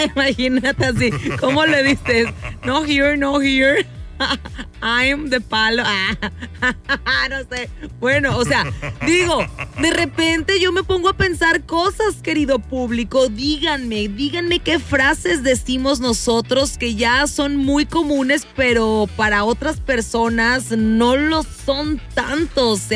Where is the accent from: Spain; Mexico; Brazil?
Mexico; las frases que decimos como mexicanos